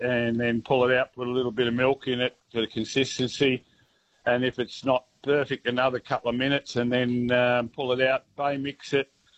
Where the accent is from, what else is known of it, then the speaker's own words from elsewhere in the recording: Canberra, Australian Capital Territory, Australia; I grew up in Canberra.